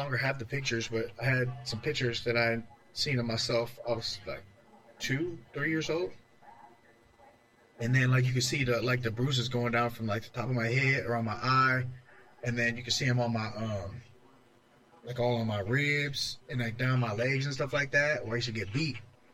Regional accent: Long Beach, Mississippi, United States; also born or lived in Virginia, United States / Louisiana, United States; I spent all my childhood in Mississippi, like right down the coast, Long Beach, Gulfport, Socia, Lyman, all over that little area. And then my teen years, I was in Louisiana.

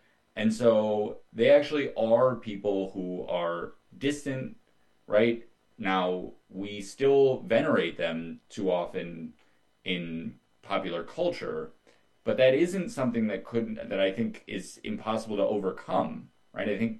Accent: Minnesota, United States; In my home state of Minnesota, Target just got about $1 billion in tariff refunds.

